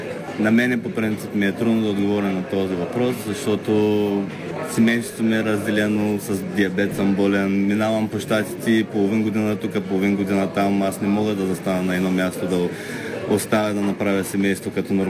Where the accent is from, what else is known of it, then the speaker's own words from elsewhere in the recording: Sliven, Sliven Province, Bulgaria; first language Bulgarian; moved away as an adult; Сливен е моя роден град. Аз без Сливен не бих съществувал.